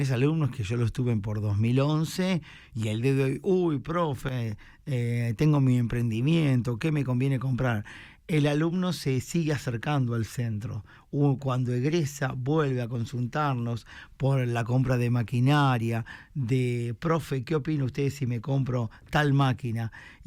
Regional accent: Bahía Blanca, Buenos Aires Province, Argentina; yo soy de Bahía Blanca, yo vivo en un barrio pacífico.

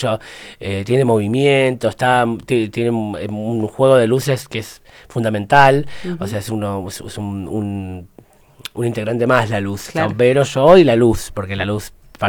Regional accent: Argentina; Somos todos argentinos, estamos todos en la misma.

